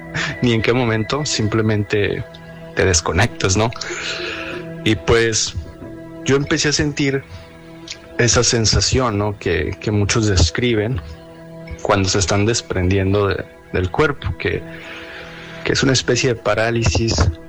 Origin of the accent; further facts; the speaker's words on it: Monterrey, Nuevo León, Mexico; now in San Antonio, United States; yo había viajado de la ciudad de San Antonio a mi ciudad de origen, en Monterrey.